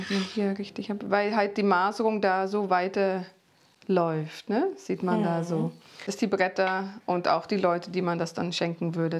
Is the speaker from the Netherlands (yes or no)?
yes; Zeeland, Netherlands; now in Mecklenburg-Vorpommern, Germany; Ich komme ja ursprünglich aus Seeland und es ist ein bisschen vergleichbar mit der Mecklenburgischen Seenplatte.